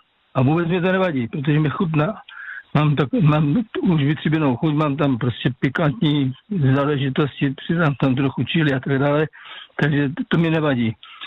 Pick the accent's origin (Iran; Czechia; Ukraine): Czechia; Moravian Slovakia; já pocházím z Moravskoslovácka